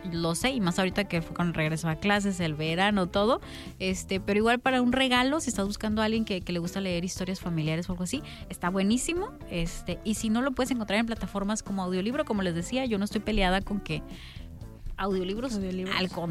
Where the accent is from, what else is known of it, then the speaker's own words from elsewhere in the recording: Baja California, Mexico; nosotros crecimos en Baja California, pero sabemos qué es lo que es el norte, ¿no?